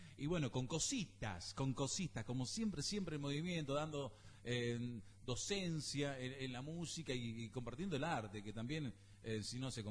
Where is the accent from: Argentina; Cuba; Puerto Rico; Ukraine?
Argentina